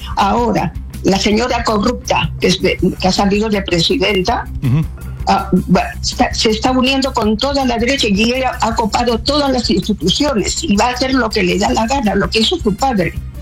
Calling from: Peru

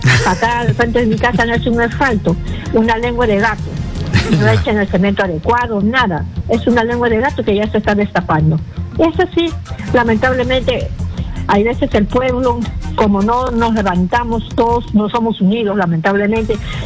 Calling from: Pisco, Ica, Peru; le llamo de Pisco

